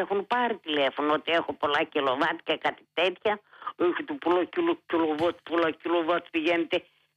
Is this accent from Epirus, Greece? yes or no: yes; Arta, Epirus, Greece; born there; moved away; έζησα εκεί στην Άρτα, σε χωριό